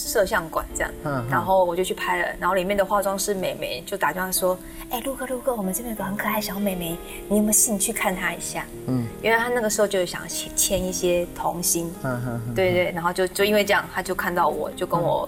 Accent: Tainan, Taiwan; 我眷村长大的小孩

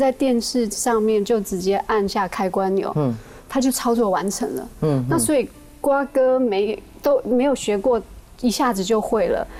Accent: Nantou County, Taiwan; 放在我的家乡，就是南投县信义乡的13个部落

